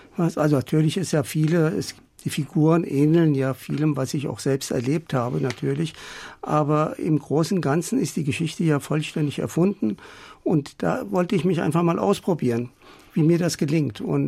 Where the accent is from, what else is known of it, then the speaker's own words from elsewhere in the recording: Germany; Ja, also ich bin ja auch hier in Deutschland aufgewachsen und kann das so ein bisschen nur von der Perspektive von hier aus auf den Iran beurteilen.